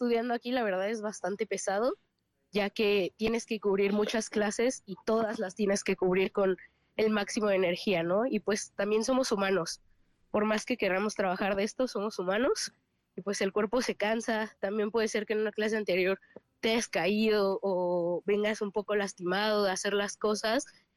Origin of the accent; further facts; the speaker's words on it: Poza Rica, Veracruz, Mexico; Bueno, yo soy de Poza Rica … decidí entrar a la escuela porque vi sobre las audiciones de la compañía.